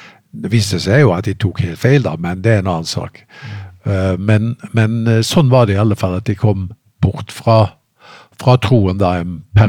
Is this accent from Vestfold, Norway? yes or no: no; Haugesund, Rogaland, Norway; Ja, jeg kommer jo da fra Haugesund opprinnelig, selv om dialekten litt avslept med årene, for jeg har bodd mange steder, så det Haugesund som fødebyen.